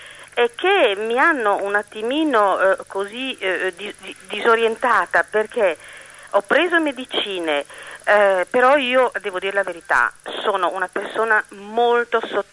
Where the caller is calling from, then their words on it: Ferrara, Emilia-Romagna, Italy; Io chiamo da Ferrara.